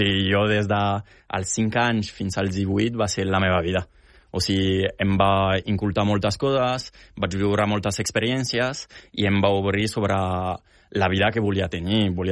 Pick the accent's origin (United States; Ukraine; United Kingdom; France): France; Perpignan, Occitania; moved away as an adult; now in Barcelona, Spain; Vaig néixer a Perpinyà.